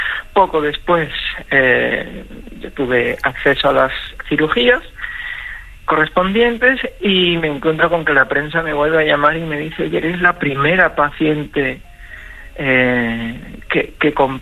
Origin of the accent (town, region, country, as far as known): A Coruña, Galicia, Spain; born or raised there